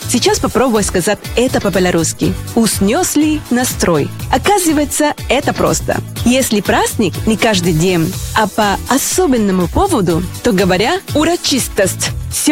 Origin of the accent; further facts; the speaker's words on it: Venezuela; Russian is a second language; now in Minsk, Belarus; И в Минск я приехала из Венесуэлы. Я живу здесь больше 10 лет и учу белорусский язык.